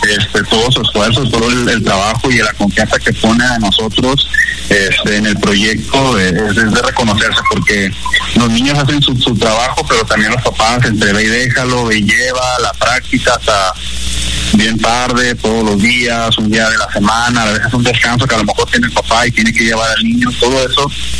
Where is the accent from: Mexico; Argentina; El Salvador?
Mexico; Nuevo Laredo, Tamaulipas; venimos de Tamaulipas, venimos de Nuevo Laredo